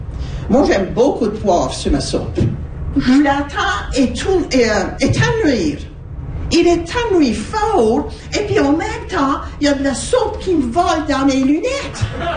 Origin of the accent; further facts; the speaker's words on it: Baie Sainte-Marie, Nova Scotia, Canada; Ben moi, je viens de Baie-Sainte-Marie.